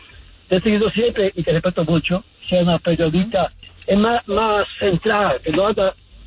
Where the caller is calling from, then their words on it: Queens, New York, United States; Queens, New York.